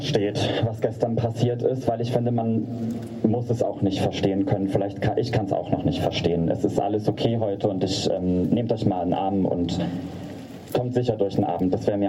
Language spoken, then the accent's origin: German; Saxony-Anhalt, Germany; moved away; Ich bin in Sachsen geboren, ich bin in Sachsen-Anhalt groß geworden als Transfrau